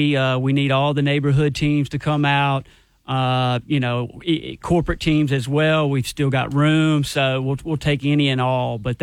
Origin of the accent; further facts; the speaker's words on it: Mississippi, United States; now in Central Arkansas, United States; I'm from Mississippi originally